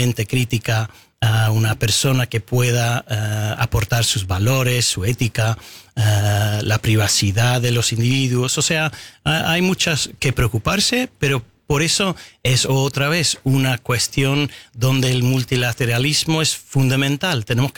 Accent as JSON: {"language": "Spanish", "country": "Canada", "moved": "yes", "lives_now": "Argentina", "said": "Para Canadá es un momento cuando un país como el nuestro"}